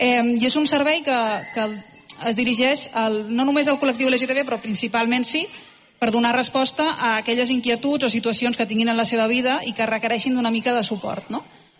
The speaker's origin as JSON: {"language": "Catalan", "town": "Castellón de la Plana", "region": "Valencian Community", "country": "Spain", "moved": "as an adult", "lives_now": "El Vendrell, Spain", "said": "Jo sóc valenciana, sóc de Castelló."}